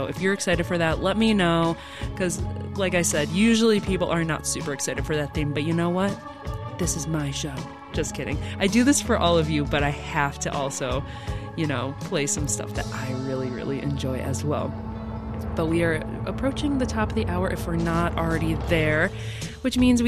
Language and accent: English; Detroit, Michigan, United States; I am from Detroit